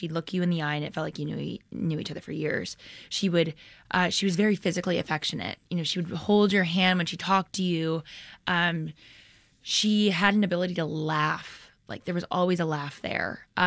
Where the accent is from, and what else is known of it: Michigan, United States